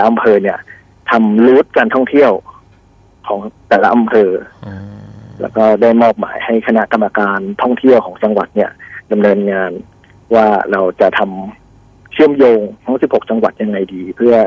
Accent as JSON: {"language": "Thai", "town": "Ayutthaya", "region": "Phra Nakhon Si Ayutthaya", "country": "Thailand", "said": "ตัวผมเองก็เป็นคนอยุธยา"}